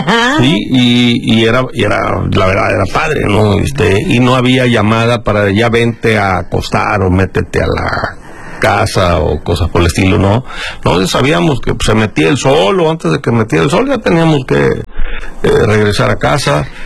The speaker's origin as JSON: {"language": "Spanish", "country": "Mexico"}